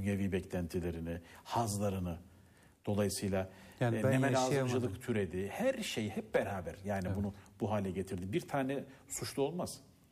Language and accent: Turkish; Anatolia, Turkey; moved away; ben mümkün mertebe bayramlarımı yani pek istisnası da yoktur. Anadolu'da kendi memleketimde geçiririm.